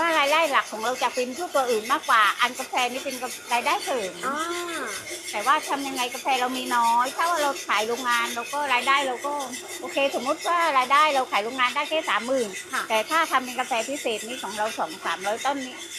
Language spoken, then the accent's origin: Thai; Surat Thani, Thailand; now in Ranong, Thailand; เป็นคนสุราษฎ